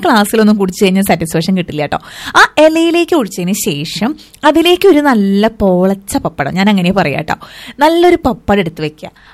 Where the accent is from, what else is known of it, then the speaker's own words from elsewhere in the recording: Thrissur, Kerala, India; moved away; ഞാൻ തൃശ്ശൂരാണ് കേട്ടോ എന്റെ നാട്. നമുക്കറിയാലോ, അറിയാത്തവർക്ക് വേണ്ടി ഞാൻ വീണ്ടും പറയുന്നു, എന്റെ സ്ഥലം തൃശ്ശൂരാണ്.